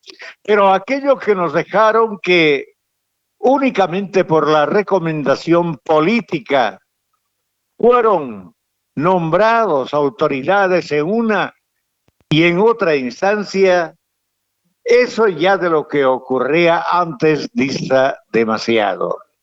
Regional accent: Tarija, Bolivia; ¿será que soy boliviano o soy únicamente tarijeño? Yo soy tarijeño, señores.

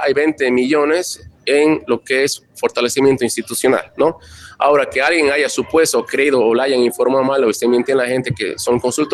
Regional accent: Tarija, Bolivia; todos somos tarijeños

